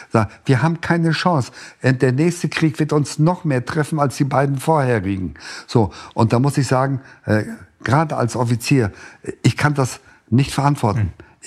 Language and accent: German; Lohne, Lower Saxony, Germany; sind wir in einem vertriebenen Lager aufgewachsen. Als Kind am Rande eines kleinen Städtchens, weit am Rande, nur